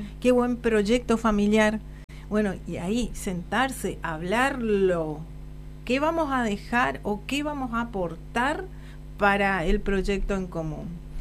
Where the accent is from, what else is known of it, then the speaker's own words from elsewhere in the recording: Puerto Rico, Misiones, Argentina; now in Posadas, Argentina; quiero recordar mi pueblo, Puerto Rico.